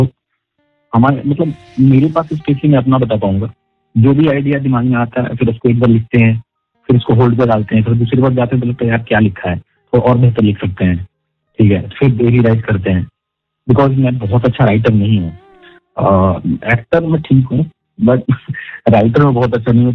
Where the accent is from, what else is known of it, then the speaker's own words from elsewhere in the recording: Bihar, India; मैं बिहार से हूँ